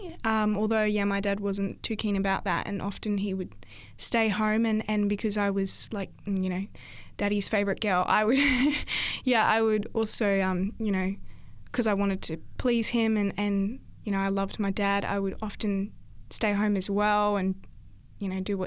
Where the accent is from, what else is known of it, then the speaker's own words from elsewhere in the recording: Esperance, Western Australia, Australia; moved away as an adult; also born or lived in Karratha, Western Australia; now in Central Coast, New South Wales, Australia; So I'm originally from Esperance, WA. Grew up there for most of my childhood and spent some time over in Karratha, which is 17 hours north of Perth. So right where it's hot and humid and down where it's nice and cold and everywhere in between.